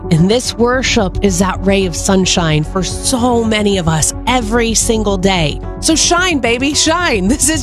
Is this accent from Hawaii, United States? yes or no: no; Colorado, United States; moved away; my home state of Colorado, Grand Junction